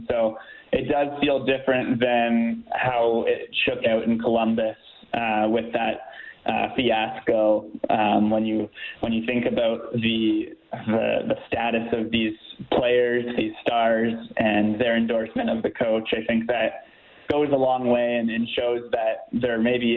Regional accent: Cambridge, Ontario, Canada; moved away as an adult; also born or lived in Ottawa; now in Edmonton, Canada; I'm from Cambridge, Ontario. That's about an hour west of Toronto.

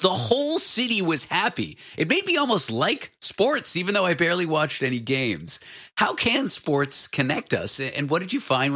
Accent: Canada; now in United States; I'm Canadian. I live in the United States.

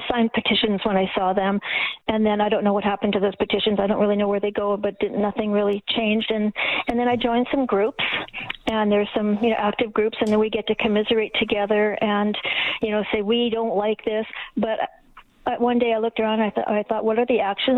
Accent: Kamloops, British Columbia, Canada; moved away as an adult; also born or lived in Saskatchewan; now in Edmonton, Canada; when I was still pretty young, we moved out to BC, and I lived there for most of my life. And of course, I come from Kamloops, so we're 3 to 4 hours away from Vancouver.

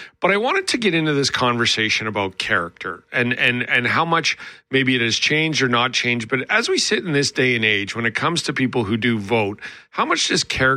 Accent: Alberta, Canada; growing up in Alberta

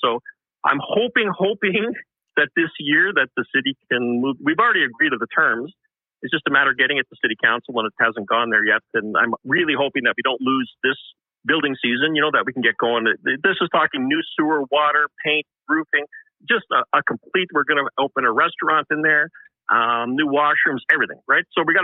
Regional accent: Winnipeg, Manitoba, Canada; Yeah, you know, I'm a lifelong Winnipegger. I grew up in the West End

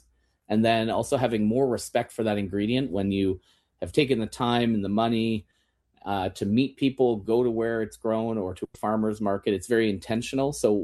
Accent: Kitchener, Ontario, Canada; I mean, I grew up in Kitchener, and our next door neighbor had a big asparagus patch and would bring us bunches by the handful.

